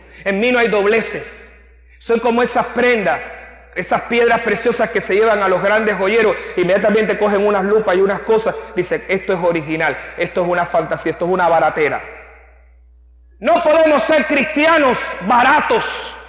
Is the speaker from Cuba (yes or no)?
yes; Cuba; Yo soy muy cubano, sé que somos mucho ritmo, los caribeños.